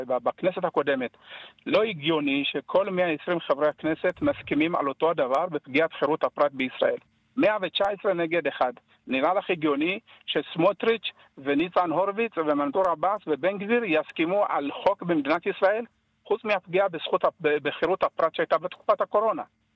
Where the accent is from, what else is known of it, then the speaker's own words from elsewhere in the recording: Ethiopia; now in Israel; אני בא מקהילת יהודי אתיופיה שמבחינת מאבקים, מאז שעלינו לארץ אנחנו סוחבים איתנו מאבקים חברתיים.